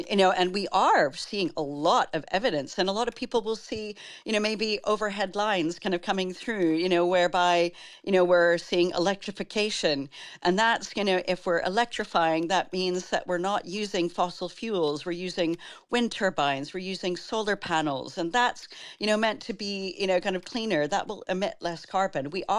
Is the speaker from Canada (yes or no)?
yes; Canada; I'm from Canada, and the impact of fires there has been just so devastating to watch.